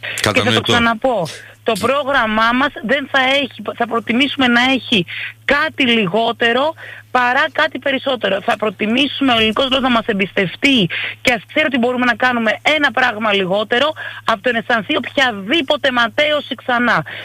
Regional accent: Peloponnese, Greece; Ξέρετε, εγώ είμαι από τη Μεσσηνία.

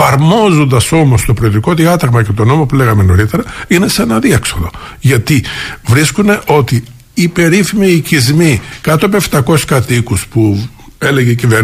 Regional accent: Greece; νομίζω ότι επίοικως θα πρέπει να ντρεπόμαστε σαν Έλληνες.

